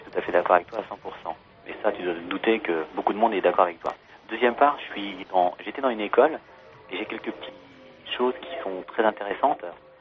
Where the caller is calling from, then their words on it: Paris, Île-de-France, France; J'ai 22 ans, j'habite Paris